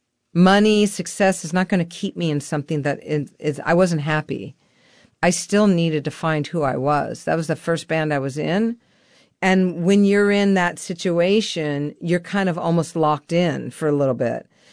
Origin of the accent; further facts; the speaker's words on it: Portugal; I'm from Portugal. My mother's born in Sao Paulo, Brazil.